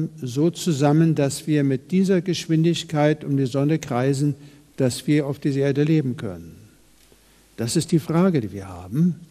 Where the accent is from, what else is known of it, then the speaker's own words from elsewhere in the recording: Neidenstein, Baden-Württemberg, Germany; Ich komme aus Neidenstein. Das ist ein kleiner Ort in der Nähe von Heidelberg